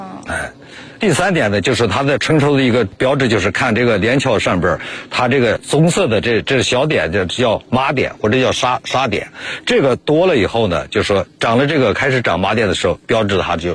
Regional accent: China; moved away as an adult; 我是农民出生，我就是这个方山村出生的，然后我念大学出去的，在外边工作。

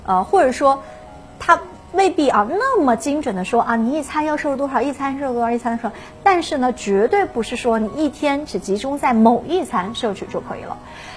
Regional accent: Changsha, Hunan, China; 咱们 长沙人

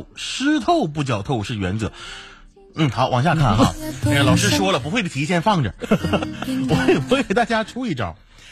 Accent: Northeast China, China; 你像咱们东北这边一到冬天零下就20来度

